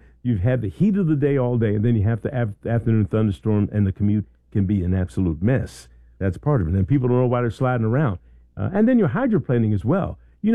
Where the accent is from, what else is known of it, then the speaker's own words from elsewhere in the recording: Philadelphia, Pennsylvania, United States; also born or lived in Dayton, Ohio; And I'm from North Philly.